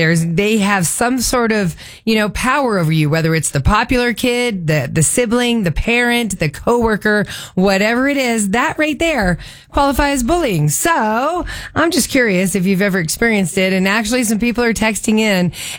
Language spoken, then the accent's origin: English; Thornton, Colorado, United States; growing up in Thornton